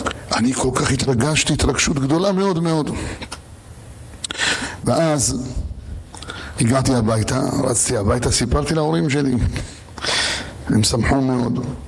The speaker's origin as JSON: {"language": "Hebrew", "town": "Jerusalem", "region": "Jerusalem District", "country": "Israel", "tie": "born or raised there", "said": "אני גדלתי בשכונת בית ישראל בירושלים"}